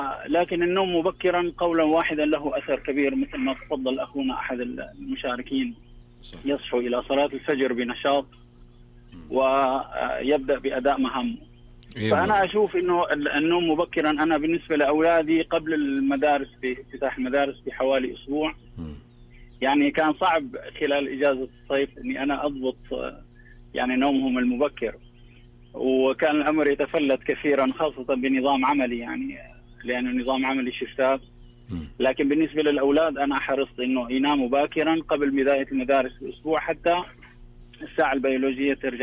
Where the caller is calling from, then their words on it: Mecca, Makkah Province, Saudi Arabia; أنا بكلمكم من مكة الآن، مكة المكرمة.